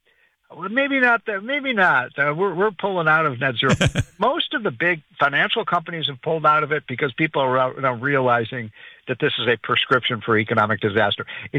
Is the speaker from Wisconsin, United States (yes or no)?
no; Illinois, United States; all of these states, New York, New Jersey, California, my home state of Illinois, Connecticut, Massachusetts, runaway costs.